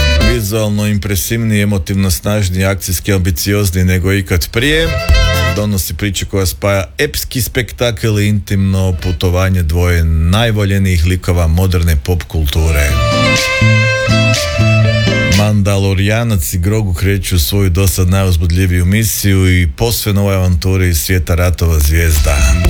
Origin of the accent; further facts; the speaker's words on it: Zagorje, Croatia; Veli kod nas u Zagorju da je to petak.